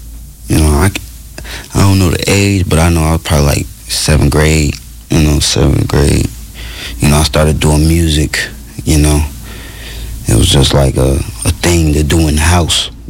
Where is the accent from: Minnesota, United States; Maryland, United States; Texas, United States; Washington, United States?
Minnesota, United States; St. Paul; that's where I was raised at. You know, moved, you know, to Minneapolis during high school. But, you know, I'm always from St. Paul, you know.